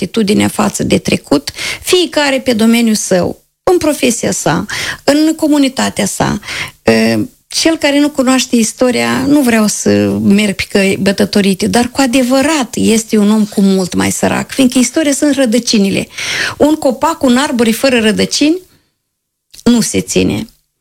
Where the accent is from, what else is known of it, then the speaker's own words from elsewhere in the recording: Moldova; am fost, cred că, 9 din Republica Moldova, cercetători, istorici